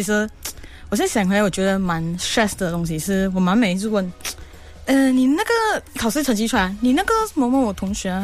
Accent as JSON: {"language": "Chinese", "country": "Malaysia", "tie": "born or raised there", "said": "我们小时候我们马来西亚小孩都会有一个共同的经历。"}